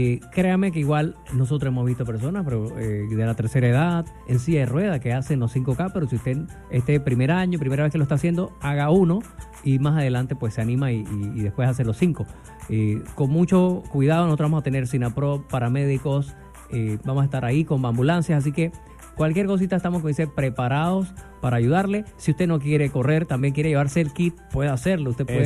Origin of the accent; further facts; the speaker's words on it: Panama; Esa es nuestra historia, lo que nos une como panameños.